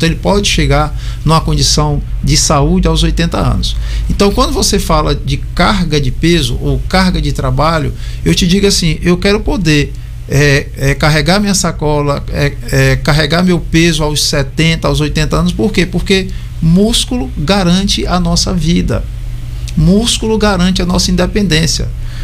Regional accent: Maranhão, Brazil; Eu sou maranhense, eu digo assim, eu conheço meu povo.

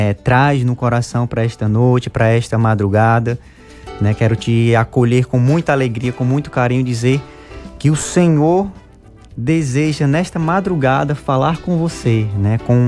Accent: Quixadá, Ceará, Brazil; moved away as an adult; now in Rio de Janeiro, Brazil; eu sou jovem missão aqui na cidade do Rio de Janeiro, venho de Quixadá, no Ceará. Estarei aqui em missão por um ano, cheguei na missão em fevereiro

